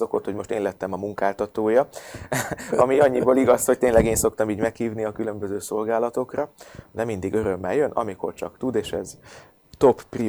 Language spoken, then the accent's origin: Hungarian; Budapest, Hungary; first language Hungarian; also born or lived in Paderborn, Germany; a következő éveket Budapesten tölthettem.